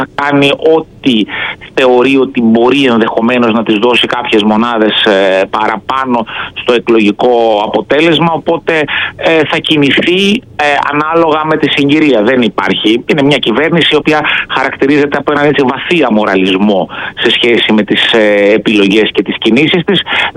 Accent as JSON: {"language": "Greek", "town": "Thessaloniki", "region": "Central Macedonia", "country": "Greece", "said": "επιθυμία μου είναι να κατέλθω στην Αλφα Θεσσαλονίκη, στην περιφέρειά μου, στις επόμενες εκλογές, δηλαδή στην πατρίδα μου εννοώ."}